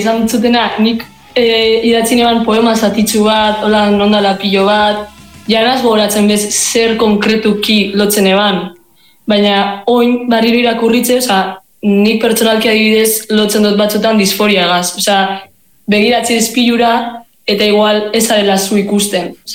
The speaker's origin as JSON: {"language": "Basque", "town": "Gernika", "region": "Basque Country", "country": "Spain", "said": "Pues Gernikarra gara"}